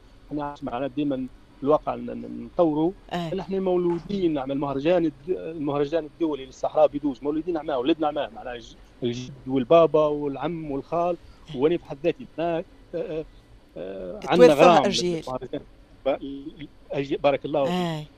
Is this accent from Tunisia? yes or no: yes; Tunisia; now in Switzerland